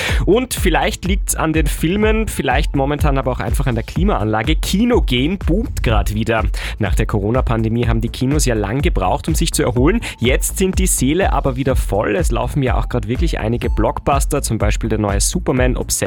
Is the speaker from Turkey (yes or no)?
no; Austria; Die Rekordhitze, die sorgt bei uns in Österreich gerade für viele Waldbrände.